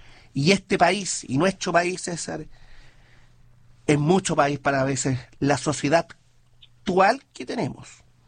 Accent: Linares, Maule, Chile; Porque los chilenos somos aspiracionales, sobre todo los linarenses.

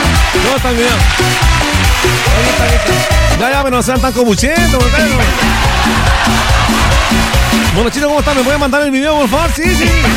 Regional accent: Quilpué, Valparaíso, Chile; Envíanos el video, somos de Quilpue.

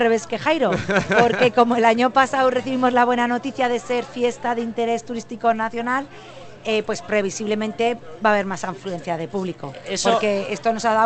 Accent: Monzón, Aragon, Spain; soy de Monzón de toda la vida

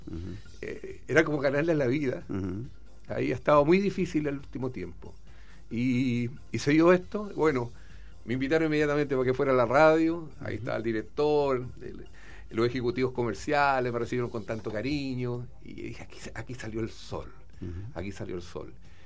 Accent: Chile

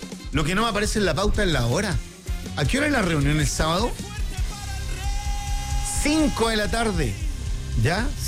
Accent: Iquique, Tarapacá, Chile; yo soy de Iquique, entonces cuando era chico comía pescado y me atraganté con una espina.

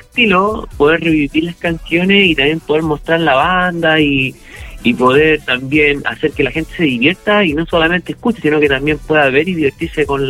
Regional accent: Valparaíso, Chile; also born or lived in Viña del Mar; Somos directamente de Valparaíso y Viña del Mar.

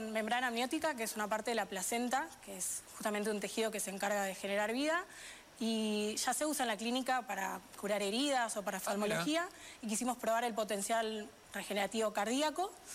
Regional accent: Buenos Aires, Argentina; Yo soy de Buenos Aires.

